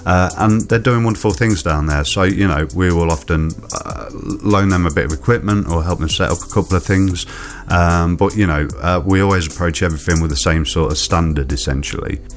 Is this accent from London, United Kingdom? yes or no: no; Leicester, East Midlands, United Kingdom; moved away as an adult; now in Stoke-on-Trent, United Kingdom; I've left Leicester, my hometown, to come back over to the Potteries.